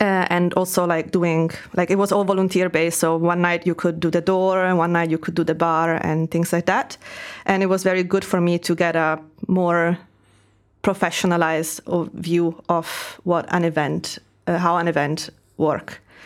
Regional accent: Verona, Veneto, Italy; English is a second language; it's a garden that with a little house that it's on the hills around Verona, that it's my hometown. And it was my grandfather's basically like garden where he was growing vegetables and making wine and have olive trees as Italian have.

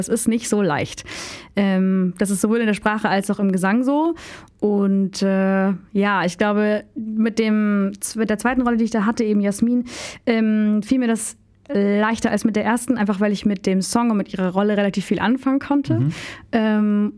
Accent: Bavaria, Germany; also ich bin in Bayern groß geworden

